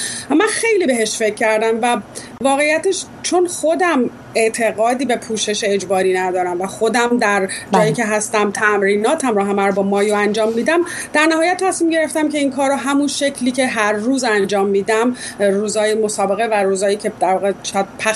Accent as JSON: {"language": "Persian", "country": "Iran", "moved": "yes", "said": "من خب سالهاست خارج از ایران زندگی میکنم،"}